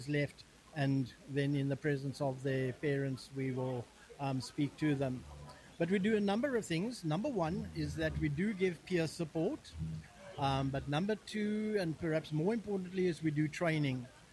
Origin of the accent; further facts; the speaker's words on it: Stalybridge, North West England, United Kingdom; Hi there. I'm from Stalybridge, and we work from St. George's Church on a Tuesday from 9 o'clock in the morning till 1.